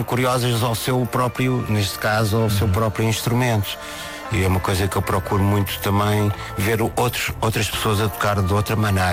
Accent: Lisbon, Portugal; e eu de me relacionar com o sítio onde eu nasci, que sou mesmo de Lisboa. Uhum. Adoro Lisboa.

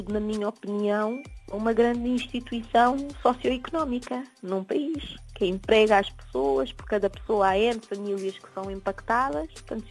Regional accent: Portugal; com grande foco, como é óbvio, em Portugal, como portuguesa que sou.

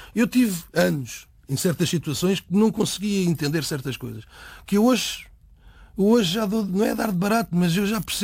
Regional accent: Portugal; Só que nós, enquanto portugueses, ouvimos certas coisas e certas atitudes um bocado do lado de fora

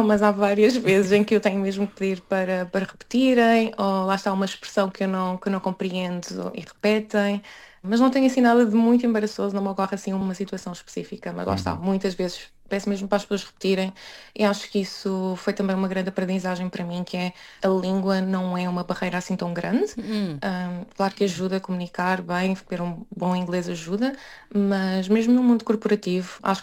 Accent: Leiria, Centro, Portugal; moved away as an adult; also born or lived in Lisbon; now in Australia; eu estava a viver em Lisboa. Sou natural de Leiria, mas estava a viver e a trabalhar em Lisboa. Ah, lá está, desde que fui estudar para a faculdade em Lisboa, fiquei por aí, mas lá está. Não foi muito fácil a mudança até cá, até a Austrália.

